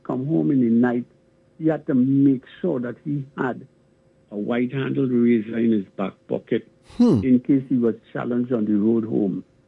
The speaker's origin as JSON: {"language": "English", "region": "Port of Spain", "country": "Trinidad & Tobago", "tie": "born there", "said": "Yes, well, I was born at the corner of Martineau Lane and Calvary Hill. That is an area just a little bit beyond where Park Street in Trinidad, Port of Spain, Trinidad, ends."}